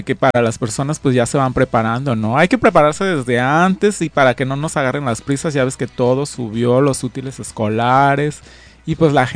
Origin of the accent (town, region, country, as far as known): Mexico